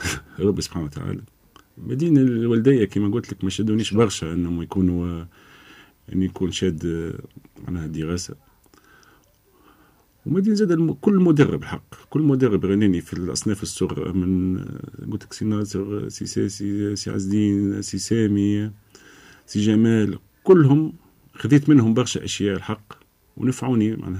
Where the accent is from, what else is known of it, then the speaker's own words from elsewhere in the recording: Gafsa, Gafsa Governorate, Tunisia; الحمد لله كانت ناس فرحانة أن أنا من قفصة فما لاعبين قاعدين يصعدوا للصنف الأكابر